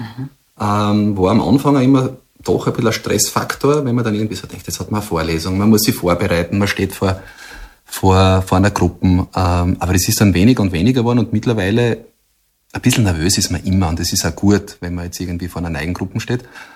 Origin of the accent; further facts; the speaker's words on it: Eibiswald, Styria, Austria; Und wenn ich sage, ich komme aus Eibiswald, dann schauen wir mal an und denken sich, wo ist das? Dann könnte ich sagen, naja, das ist südlich von Graz